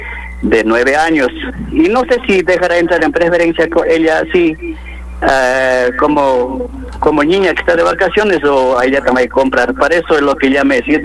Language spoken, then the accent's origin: Spanish; Xucay, Azuay, Ecuador; soy transportista mixto Verde Loma, soy de Xucay y soy hincha absoluto de Cuenquita.